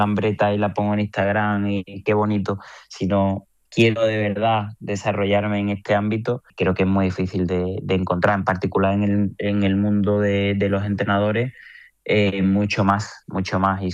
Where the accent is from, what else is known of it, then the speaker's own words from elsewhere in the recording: Spain; Como españoles, nosotros nos hemos criado desde bien pequeñitos primero con un modelo en los coles de educación física muy bueno